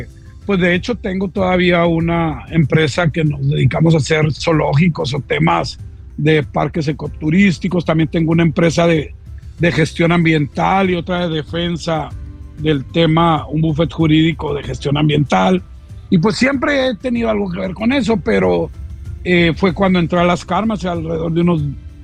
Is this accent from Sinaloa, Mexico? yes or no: yes; Culiacán, Sinaloa, Mexico; moved away as an adult; Yo soy de Culiacán, Sinaloa